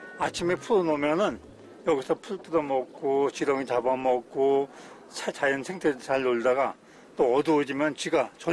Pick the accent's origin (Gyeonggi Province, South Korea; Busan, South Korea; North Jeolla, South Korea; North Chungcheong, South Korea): North Chungcheong, South Korea; Chungju; 여기는 뭐 내 고향이니까 어렸을 때 정서가 다 숨겨져 있고 아기 때부터 여기서 물속에 와서 뭐 몇 감고 하루 종일 놀던 장소이기 때문에